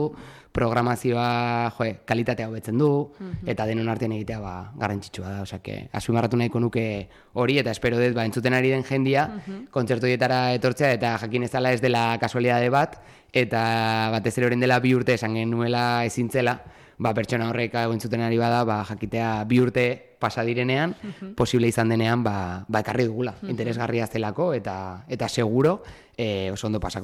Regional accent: Irun, Basque Country, Spain; Hau egira, ba, Irundarra naiz, orain dela 10 urte

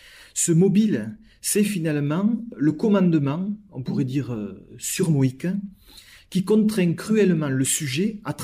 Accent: Mazamet, Occitanie, France; Moi, je suis originaire de Mazamet, dans le Tarn, qui est une ville protestante, et mes ancêtres étaient patronnes d'usines, donc je sais de quoi je parle, protestants.

